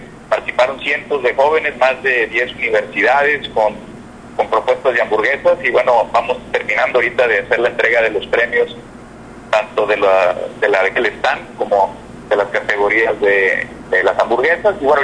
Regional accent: Coahuila, Mexico; somos, coahuilenses y hermanos todos

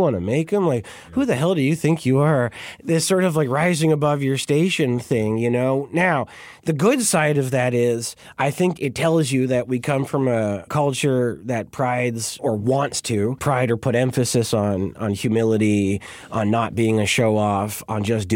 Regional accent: Montreal, Quebec, Canada; I grew up in a world in Montreal

